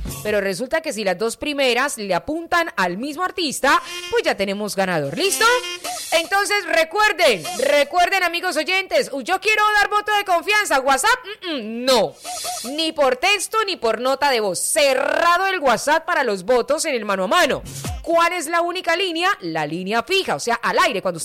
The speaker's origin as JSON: {"language": "Spanish", "country": "Colombia", "said": "que también nos representan a nosotros como colombianos."}